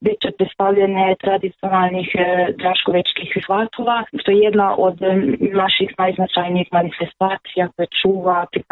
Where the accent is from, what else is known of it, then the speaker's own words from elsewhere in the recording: Tótszerdahely, Zala, Hungary; now in Prelog, Croatia; Tako je, rodom sam iz Sevdahe, ja živim u Prelogu